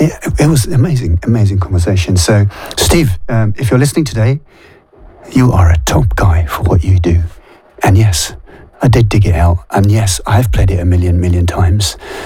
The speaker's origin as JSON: {"language": "English", "country": "India", "said": "Is it, can you tell from my accent that I'm Indian?"}